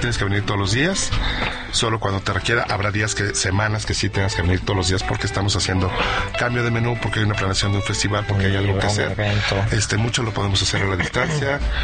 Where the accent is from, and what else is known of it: Mexico